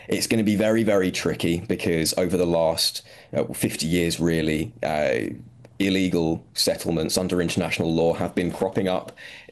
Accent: United Kingdom; I'm not a flag-waving Palestinian nationalist. I don't really care. I'm British. I love English culture.

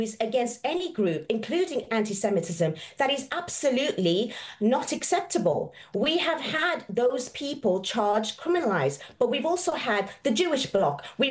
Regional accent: United Kingdom; I have on every single part of my profile a British Union flag because I'm British

